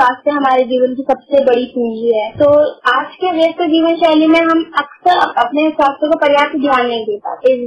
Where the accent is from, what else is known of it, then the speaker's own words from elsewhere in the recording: Rampur, Uttar Pradesh, India; मैं रामपुर से हूँ।